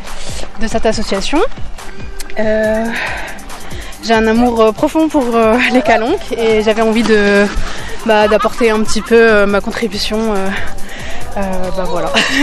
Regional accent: Paris, Île-de-France, France; now in Marseille, France; ça fait pas très longtemps que je suis à Marseille. Je viens de Paris

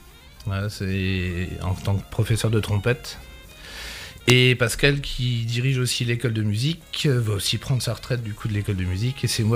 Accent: Grand Est, France; Alors, moi, je viens de Lorraine à la base, donc j'ai passé mon prix de trompette à Metz.

